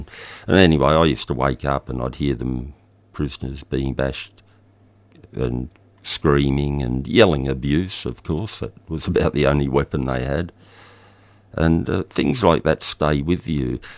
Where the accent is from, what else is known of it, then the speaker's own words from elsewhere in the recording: Melbourne, Victoria, Australia; Growing up in Brunswick, it was a bit of a tough place back then.